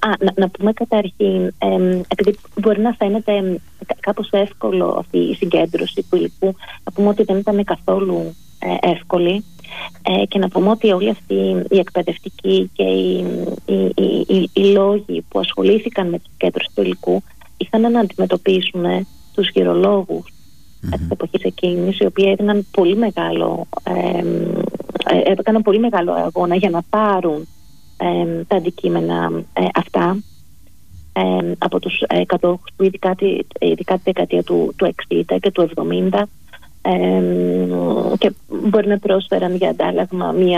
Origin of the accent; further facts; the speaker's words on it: Komotini, Eastern Macedonia and Thrace, Greece; είναι η καταγωγή μου από την Κομοτηνή